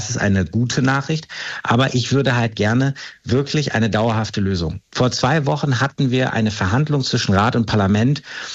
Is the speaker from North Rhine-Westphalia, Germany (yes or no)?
yes; North Rhine-Westphalia, Germany; Ich komme aus Nordrhein-Westfalen, ich habe mit der Cybercrime-Zentralstelle hier in NRW, mit den LKA-Beamten dort gesprochen.